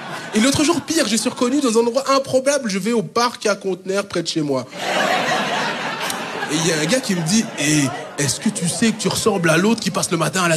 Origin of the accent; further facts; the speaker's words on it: Kinshasa, DR Congo; born there; Tout d'abord, moi déjà, je suis né à Kinshasa, au Congo.